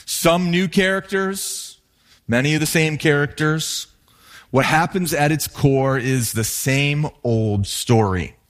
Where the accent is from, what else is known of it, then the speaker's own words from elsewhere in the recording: Minnesota, United States; Growing up in Minnesota, where hockey is the king of sports